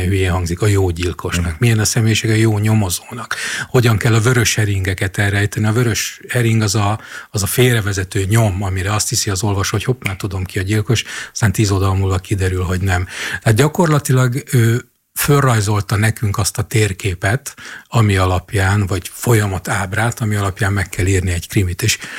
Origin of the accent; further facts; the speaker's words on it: Jászberény, Jász-Nagykun-Szolnok, Hungary; Persze, hát én Jászberényi gyerek vagyok